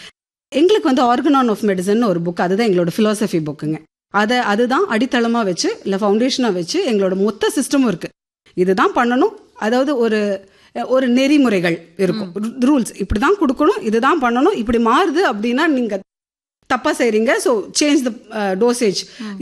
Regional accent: India; first language Telugu; என் தாய்மொழி வந்து தெலுங்குங்க.

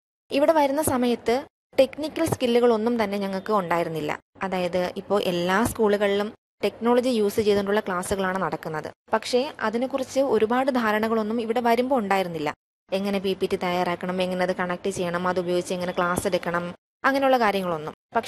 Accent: Kerala, India; ഞാൻ ചെറിയങ്ങാട് സ്വദേശിനിയാണ്.

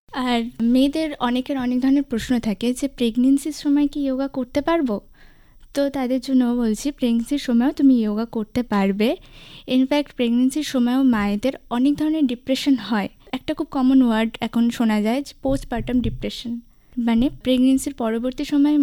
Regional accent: Siliguri, West Bengal, India; আমি শিলিগুড়ি থেকে এসেছি।

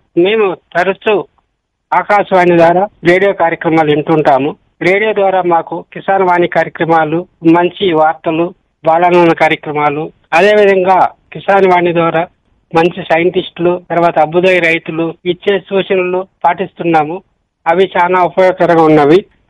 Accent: Andhra Pradesh, India; మాది చిత్తూరు జిల్లా రొంపచెల్ల మండలం మూర్యావండపల్లి గ్రామస్థులము.

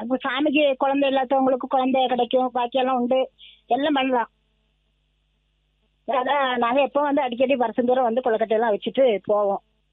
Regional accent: Ayyanarkulampatti, Tamil Nadu, India; ஆமா, தூத்துக்குடி மாவட்டம்.

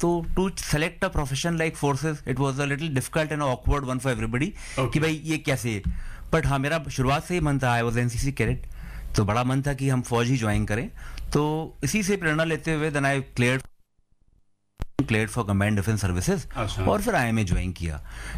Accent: Lucknow, Uttar Pradesh, India; जी मैं मूलतः लखनऊ का रहने वाला हूँ

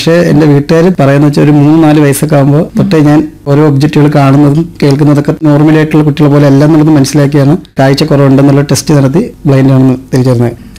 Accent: Kerala, India; സ്വദേശം വർക്കല നെടുങ്കണ്ടം എന്ന് പറയുന്ന സ്ഥലത്ത്.

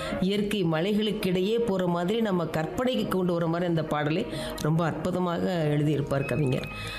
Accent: Kattachozhapatti, Tamil Nadu, India; வெள்ளலூர் நாடு என்று இருக்கக்கூடிய கிராமிய கட்டமைப்புள்ள அந்த பகுதியில் கட்டச்சோளப்பட்டிங்கிற கிராமத்தில் பிறந்தேன்.

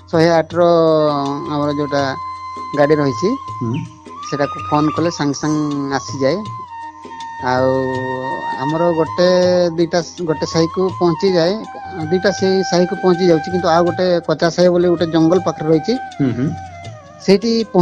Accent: Gaduatpur, Odisha, India; ଆଉ M school ପର୍ଯ୍ୟନ୍ତ ଆମର ଆମ ଗାଁ ନିଜେ ଗଡ଼ୁଆଟପୁରରେ ରହିଛି।

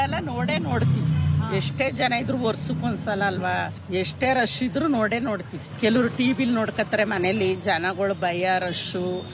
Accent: Ramanahalli, Karnataka, India; ನಮ್ದು ಮೈಸೂರ್ ಹತ್ರ ರಮ್ನಹಳ್ಳಿ ಅಂತ.

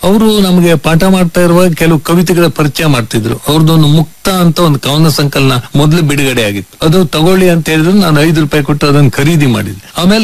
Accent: Honnavar, Karnataka, India; ಶರಾವತಿ ನಮ್ಮ ತಾಯಿ, ಅವಳ ಮಡಿಲಲ್ಲಿ ಅವಳ ಉಡಿಯಲ್ಲಿ ಬೆಳೆದವರು ನಾವು.

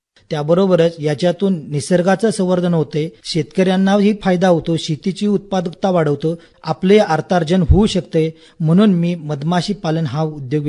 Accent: Kaneri, Maharashtra, India; तर मी या कणेरी गावचा आहे.

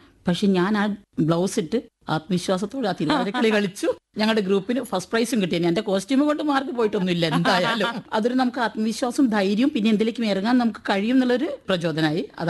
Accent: Kozhikode, Kerala, India; now in Sharjah, United Arab Emirates; ഞാൻ കോഴിക്കോട്ടുകാരിയാണ്

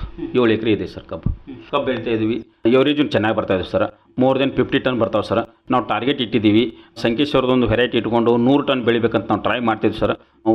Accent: Bijapur, Bagalkot, Karnataka, India; ನಾವು ಬಿಜಾಪುರ ಬಾಗಲಕೋಟೆ ರೈತರು

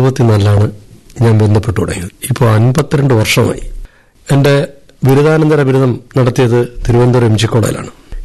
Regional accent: Kerala, India; എന്റെ നാട്ടിലെ പുന്നമുക്കലെ കാർത്തികൻ മൊരാടി എന്ന് പറയുന്ന അദ്ദേഹത്തിന്റെ ചായക്കടയിൽ 6 വയസ്സിലാണ് ഞാൻ കാണുന്നത്.

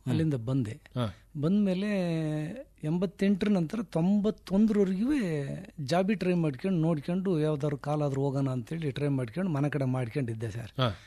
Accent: Maddur, Karnataka, India; Maddur sir.

